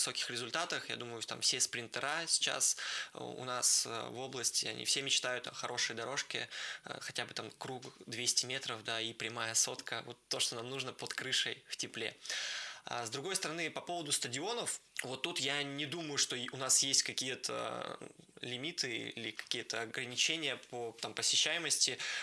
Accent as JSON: {"language": "Russian", "town": "Vologda", "region": "Vologda Oblast", "country": "Russia", "tie": "born or raised there", "said": "когда ты бежишь именно в родном городе, вот все вокруг, родные стены. На самом деле у нас еще в Вологде, что важно для спортсменов, достаточно ровно."}